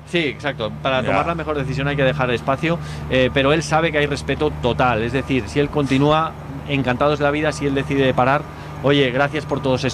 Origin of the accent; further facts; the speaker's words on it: Barcelona, Catalonia, Spain; accent: slight Catalan; Y tengo poco acento catalán.